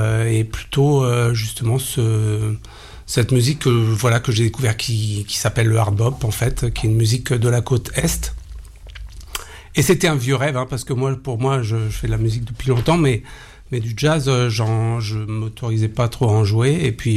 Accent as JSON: {"language": "French", "region": "Brittany", "country": "France", "said": "Non, moi je viens de Bretagne, ouais."}